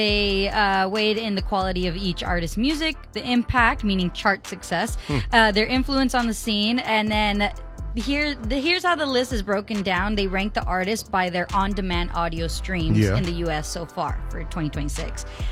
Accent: East Los Angeles, California, United States; I'm still from East Los Angeles, California.

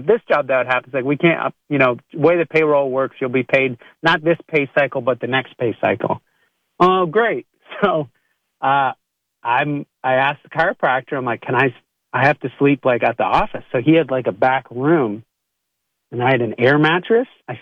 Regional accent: Canada; I'm originally from Canada.

